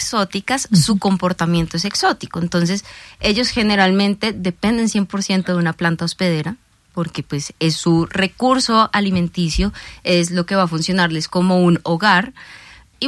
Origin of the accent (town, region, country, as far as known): Colombia